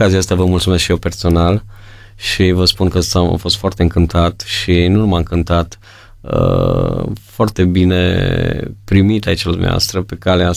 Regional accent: Maramureș County, Romania; noi suntem din Maramureș

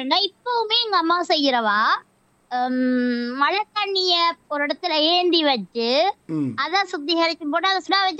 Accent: India; born there; moved away; இந்தியாவில் நான் அப்பா கூட இருந்த ஒரு இடத்துல

